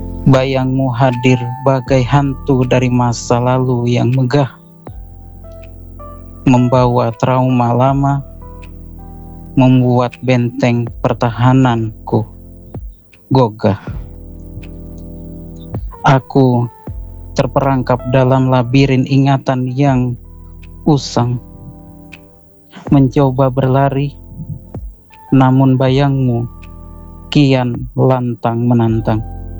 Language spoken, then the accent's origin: Indonesian; Indonesia; kampung aku, namanya Lubuk Sawah.